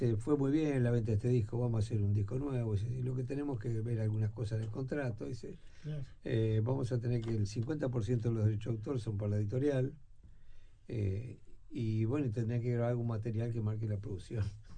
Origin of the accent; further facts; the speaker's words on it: Uruguay; somos uruguayos.